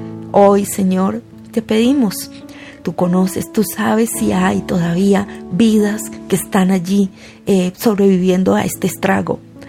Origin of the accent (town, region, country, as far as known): Colombia